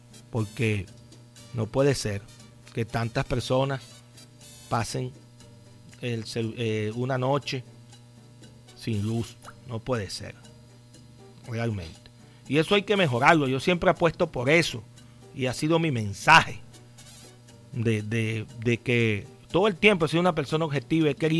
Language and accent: Spanish; Venezuela; como seres humanos y como venezolanos